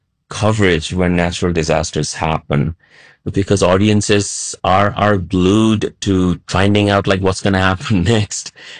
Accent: Nepal; now in United States

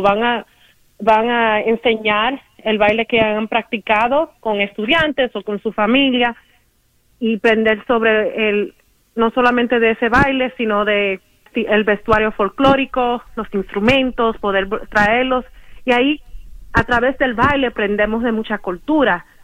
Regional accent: Santiago, Dominican Republic; Sí, me crié en Santiago, en la República Dominicana

